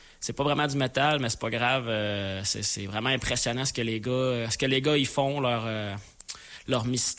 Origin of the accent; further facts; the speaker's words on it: Quebec, Canada